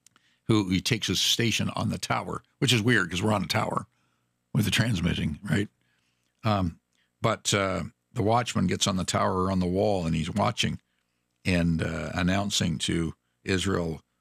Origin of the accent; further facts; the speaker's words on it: Canada; life as a Canadian